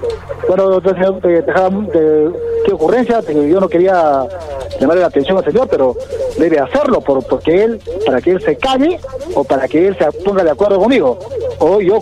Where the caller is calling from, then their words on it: Peru; nosotros los incas y aymaras somos los dueños del Perú y de toda Sudamérica.